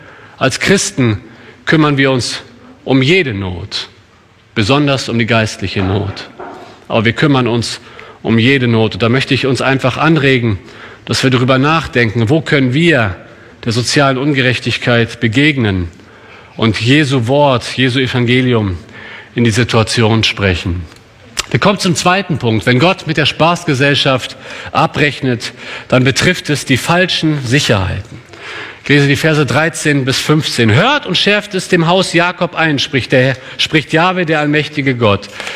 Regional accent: Cologne, North Rhine-Westphalia, Germany; Bei uns in Köln wird der Karneval groß gefeiert.

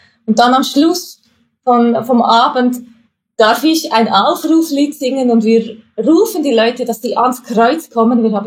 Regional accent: Switzerland; accent: Swiss German; now in Hamburg, Germany; Und sofort hatte ich immer ein super Gesprächseinstieg, was wir als Schweizer denn hier auf St. Pauli machen.

